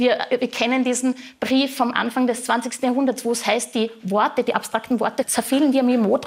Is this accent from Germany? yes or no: no; Austria; Was ich natürlich als Österreicherin sofort assoziiere